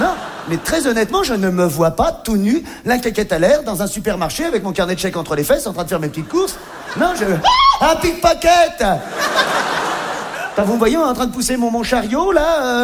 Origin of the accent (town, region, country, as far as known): Grand-Quevilly, Normandy, France